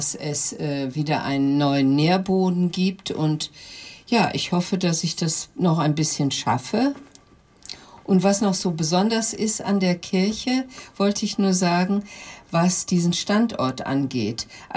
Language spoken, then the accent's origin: German; Pogum, Lower Saxony, Germany; da ich ja, wie gesagt, schon meine Kindheit in Pogum verbracht habe und Pogum ist halt für mich ein Herzensort